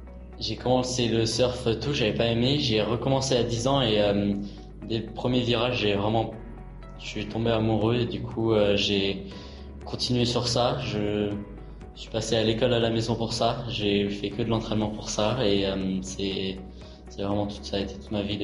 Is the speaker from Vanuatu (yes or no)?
yes; Vanuatu; born there; J'ai 16 ans, je suis né au Vanuatu. Je vis à Pongo, dans l'est de Port-Vila.